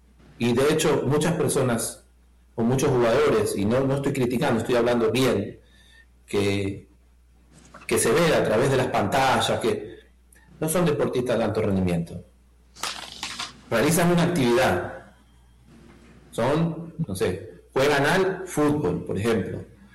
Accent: Argentina; probablemente yo no me hubiera dicho hincha del equipo que me hice de pequeño en Argentina

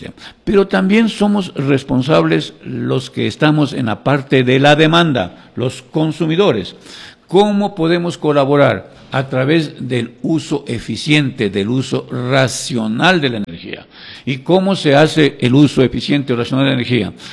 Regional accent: Ecuador; como ecuatoriano de a pie.

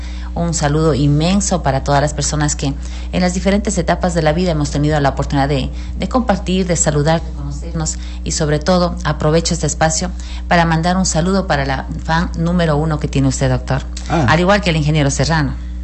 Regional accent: Gualaceo, Azuay, Ecuador; now in Morona Santiago, Ecuador; Bueno, yo vengo de Gualaceo

